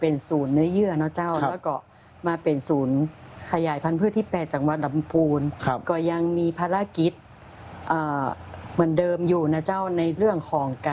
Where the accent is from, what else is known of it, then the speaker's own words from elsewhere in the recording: Northern Thailand, Thailand; accent: Kham Mueang (Northern Thai), some Yong; เพราะว่าอี…เป็นยองนะเจ้า